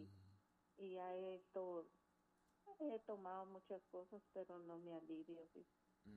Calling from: San Miguel Petapa, Guatemala Department, Guatemala; De aquí, de la colonia San Antonio, San Miguel Petapa.

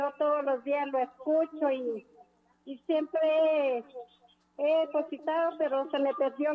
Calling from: Villa Canales, Guatemala Department, Guatemala; No, yo soy de Villacanal.

